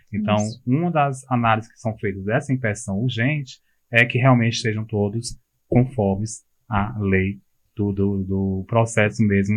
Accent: Fortaleza, Ceará, Brazil; É igual o Conjunto Ceará, onde eu nasci. Nasci e me criei.

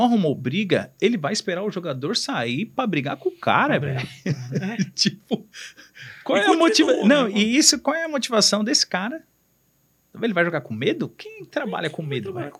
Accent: São Paulo, Brazil; moved away as an adult; now in Fortaleza, Brazil; eu nasci em São Paulo, né? São Paulo, na Moca, mas eu cresci em um bairro chamado Sapopemba, Zona Leste.

